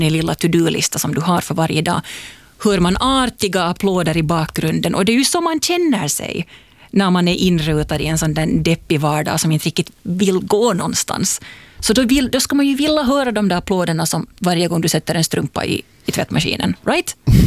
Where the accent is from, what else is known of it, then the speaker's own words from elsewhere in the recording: Finland; Så det är just så som vi finländare vill ha det.